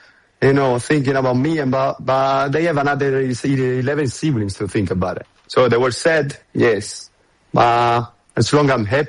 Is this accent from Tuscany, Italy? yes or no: no; Lake Como, Lombardy, Italy; But for the joy of everyone, I'm actually from Lake Como.